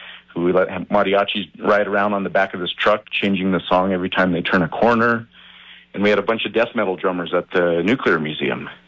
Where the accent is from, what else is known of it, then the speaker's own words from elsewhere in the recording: Albuquerque, New Mexico, United States; I'm from Albuquerque. I've been making music here almost my whole life